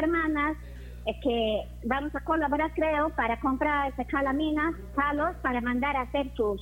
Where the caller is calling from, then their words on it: Lamas, San Martín, Peru; De aquí, de Lamas, del barrio de Ancuayo.